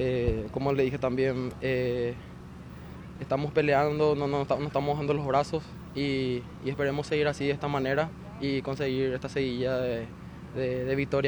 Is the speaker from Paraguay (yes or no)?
yes; Itauguá, Central, Paraguay; Yo soy de itagüeña, sí, está en mi ciudad.